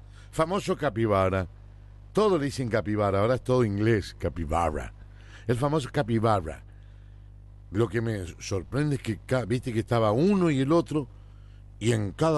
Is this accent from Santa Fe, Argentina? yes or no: no; Buenos Aires, Argentina; born there; soy de Capital Federal. Lamentablemente. A mí me hubiera gustado nacer en cualquier parte del país. ¿No? Porteño. En el Hospital Rivadavia, un 10 de septiembre del año 1983... nacía este capibara